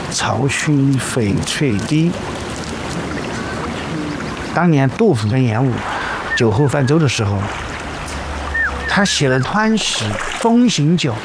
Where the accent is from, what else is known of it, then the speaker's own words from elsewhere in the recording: Sichuan, China; 我们四川话叫二麻二麻的